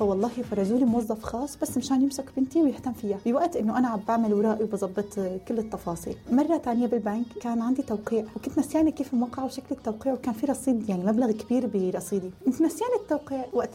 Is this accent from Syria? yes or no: yes; Syria; now in United Arab Emirates; بس نحن كسوريين شعب محبب بالإمارات.